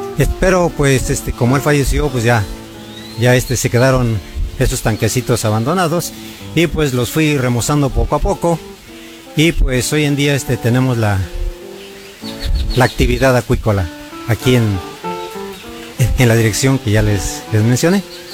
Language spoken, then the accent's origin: Spanish; San Bartolo Tutotepec, Hidalgo, Mexico; somos originarios de aquí de San Bartolo, Tutotepec. Somos nacidos aquí en la colonia industrial, la calle 16 de enero, número 20